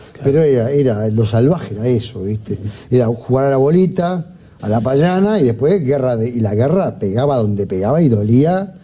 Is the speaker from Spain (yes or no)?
no; Montevideo, Uruguay; Sí, porque cuando yo nací en Civil Silaboyá, después me mudé a Lucio Rodríguez y Camilo Las Tropas, que es al lado del Estadio del Cerro, a 2 cuadras del Estadio del Cerro. Y sí, era un barrio muy obrero.